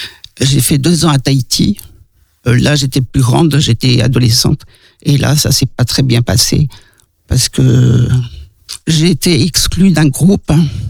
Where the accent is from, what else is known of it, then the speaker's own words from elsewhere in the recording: Madagascar; quand je dis que j'ai été élevé en Afrique ou à Madagascar, on me dit tout le temps que j'ai beaucoup de chance.